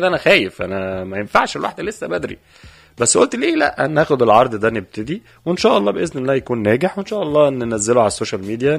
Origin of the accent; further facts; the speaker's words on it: Egypt; بس هكون انا مصري ومعايا اتنين توانسه.